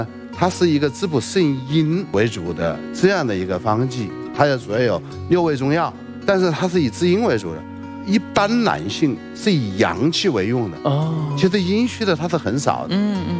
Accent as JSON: {"language": "Chinese", "country": "China", "said": "我们中国人对这个肾虚这个概念都是非常重视的，对吧？"}